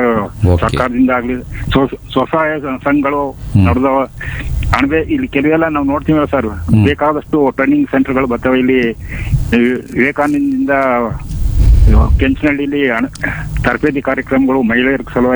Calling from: Karnataka, India

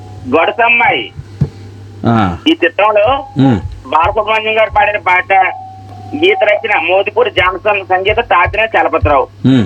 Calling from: Peddapuram, Andhra Pradesh, India; పెద్దాపురం నుంచి మాట్లాడుతున్నాను, తూర్పు గోదావరి జిల్లా అండి.

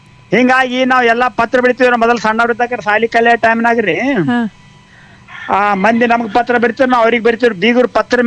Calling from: Vijayapura, Karnataka, India; ನಮ್ಮ ಬಿಜಾಪುರ್ಗೆ

